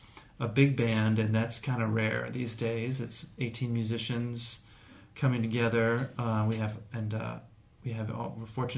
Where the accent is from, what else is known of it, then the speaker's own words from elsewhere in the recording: Berkeley, California, United States; moved away as an adult; I'm just a Bay Area person. I grew up here in Berkeley and moved away for a while, did some things in different parts of the country. But I'm back here